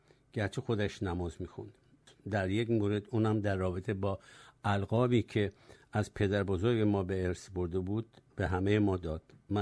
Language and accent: Persian; Tehran, Tehran Province, Iran; born there; در یک خانواده طبقه متوسط در تهران متولد شدم.